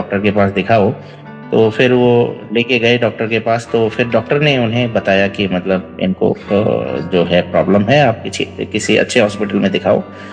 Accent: Nepal; also born or lived in Rajasthan / Gurgaon; now in India; मैं सर नेपाल से हूँ, और मम्मी पापा बाद में इधर राजस्थान में आकर के बसे थे।

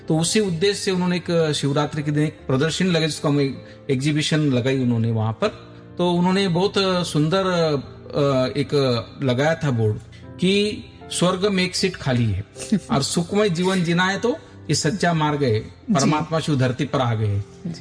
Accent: Bhadgaon, Maharashtra, India; हमारे गांव में, जब जलगांव डिस्ट्रिक्ट में भड़गांव तहसील में हमारा गांव है, तो वहां पर हम रहते थे।

